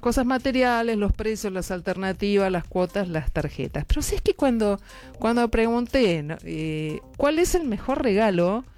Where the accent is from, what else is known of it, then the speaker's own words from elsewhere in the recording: Monte Grande, Buenos Aires Province, Argentina; Yo nací acá en Capital, pero me crié en Monte Grande.